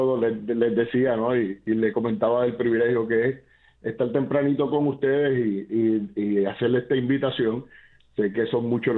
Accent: Puerto Rico; cosas que debemos hacer como puertorriqueños

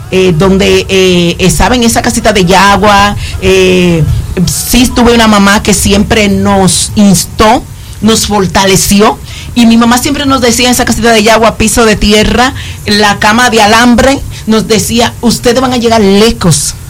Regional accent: El Seibo, Dominican Republic; moved away; yo soy de un campo del Ceibo.

